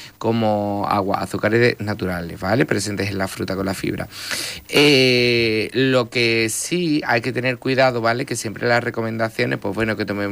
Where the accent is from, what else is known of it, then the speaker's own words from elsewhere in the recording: Andalusia, Spain; somos andaluces, nuestra dieta es maravillosa.